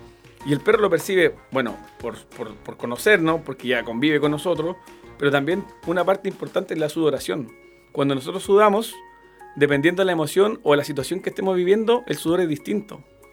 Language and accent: Spanish; Cunco, Araucanía, Chile; Yo soy oriundo de Temuco, de un sector que se llama Cunco, que es a la cordillera de Temuco. Nacido y criado en el campo, como se dice.